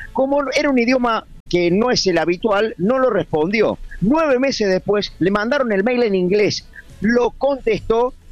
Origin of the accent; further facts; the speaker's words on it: Argentina; Somos de Argentina.